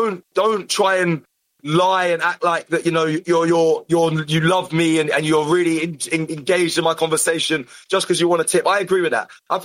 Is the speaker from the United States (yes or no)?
no; United Kingdom; where are you guys from? I said, the UK.